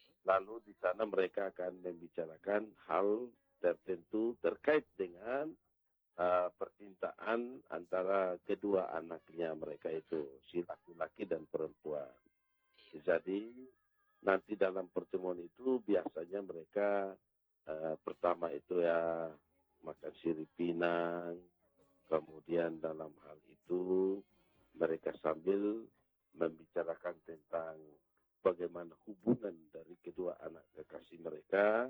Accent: Tunbaun, East Nusa Tenggara, Indonesia; Saya sementara di kampung saya di Desa Tunbaun.

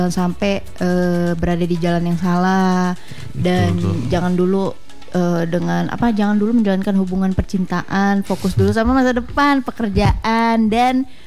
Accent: North Sumatra, Indonesia; Apalagi aku suku Batak kan, biasanya Batak itu kuat.

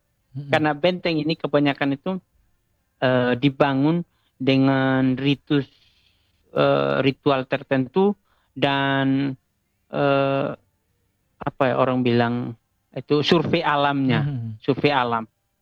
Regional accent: East Nusa Tenggara, Indonesia; ada satu istilah kami orang Atoni itu bahwa obat musuhnya itu dia anti perempuan.

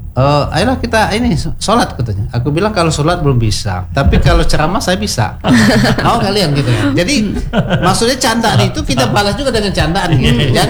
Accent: Bengkulu, Indonesia; kalau kami ini merantau nanti ke Jogja, kami berkata kami orang Bengkulu

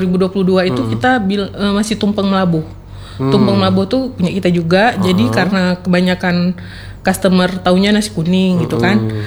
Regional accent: Aceh, Indonesia; also born or lived in Jakarta; Condet itu kan emang Arab semua, Arab tapi semua, kita nih Aceh gitu.

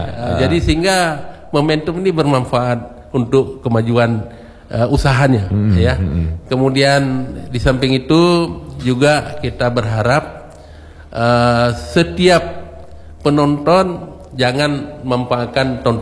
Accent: Meulaboh, Aceh, Indonesia; Seperti kampung saya di Melabo ya, itu ada sawah, ada gunung, ada ini, ada bisa padi, bisa peternak, ada peternakan.

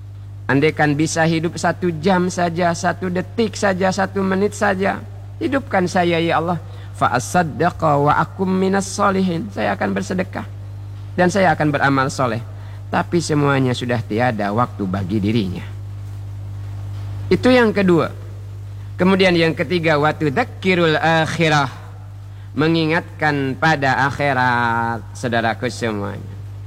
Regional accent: Bangka Belitung Islands, Indonesia; kata kita orang Bangka.

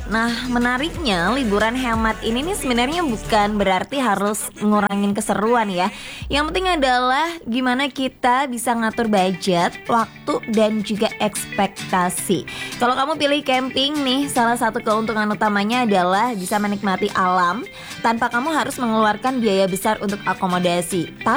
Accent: Kediri, East Java, Indonesia; Kalau di kota aku sendiri jujur kayak kita harus menempuh perjalanan 2 jam untuk bisa ke pantai karena Kediri gak punya pantai.

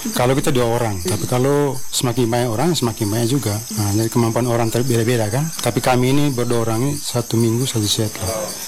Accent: Makassar, South Sulawesi, Indonesia; moved away as an adult; now in Malinau, Indonesia; Saya dari Makassar.

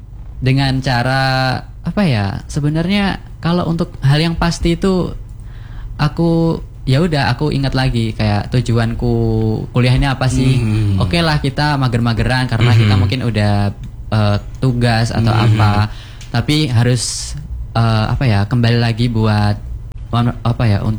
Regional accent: Banyuwangi, East Java, Indonesia; born there; first language Javanese; now in Malang, Indonesia

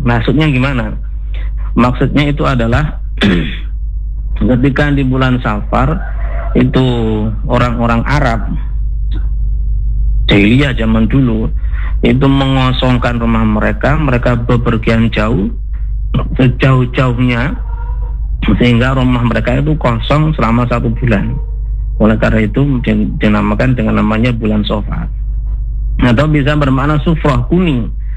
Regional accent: Java, Indonesia; kita orang Jawa

